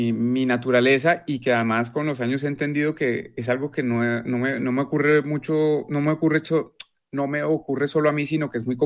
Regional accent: Bogotá, Colombia; Yo soy de Bogotá.

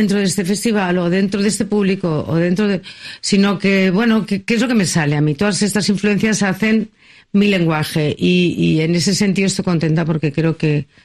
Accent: Catalonia, Spain; also born or lived in Boston; cuando estoy en Madrid me siento catalana, cuando estoy en París me siento quizá española, y cuando estaba en Boston me sentía europea

